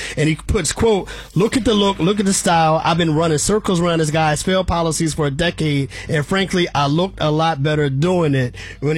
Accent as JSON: {"language": "English", "town": "New York City", "region": "New York", "country": "United States", "said": "especially as a New Yorker, Mayor Mamdani was successful."}